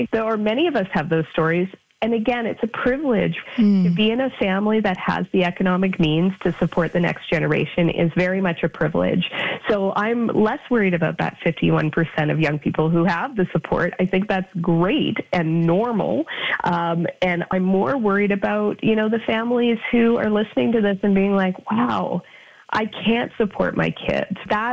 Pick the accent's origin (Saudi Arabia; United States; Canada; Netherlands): Canada; born there; also born or lived in Saskatchewan / Yukon; I grew up in Saskatchewan and the Yukon, so very, very rural parts of Canada.